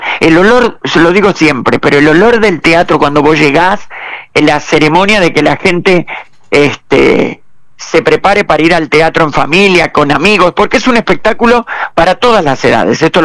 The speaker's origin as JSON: {"language": "Spanish", "region": "Santa Fe", "country": "Argentina", "tie": "born or raised there", "moved": "as an adult", "lives_now": "Paraná, Argentina", "said": "de estos 39 años, 24 son acá en Paraná, pero también hay otro tanto que yo hice en mi ciudad natal, que fue Santa Fe."}